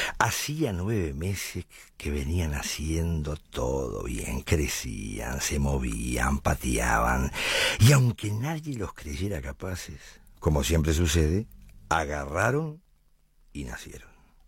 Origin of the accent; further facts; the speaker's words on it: Uruguay; decía yo, sin darme cuenta, como buen uruguayo, que en cualquier parte del mundo lo más importante es el bebé y no el regalo.